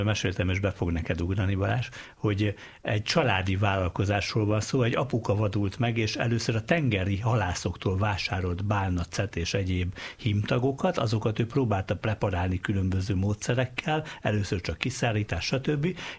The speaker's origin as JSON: {"language": "Hungarian", "town": "Dunaújváros", "region": "Fejér", "country": "Hungary", "tie": "born or raised there", "said": "az én kis szülőfalum is, ugye Interszizadun újváros"}